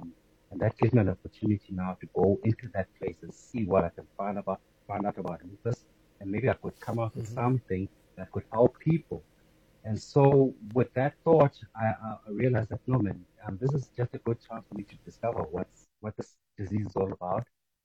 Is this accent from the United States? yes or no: no; South Africa; also born or lived in Ghana; I was born in Ghana. I stayed, let's say, 1 year, and then I moved straight to South Africa. So I don't really have a record of my Ghanaian background. And, I've lived with Tswanas, I've lived with Sotho's, I've lived with Xhosas.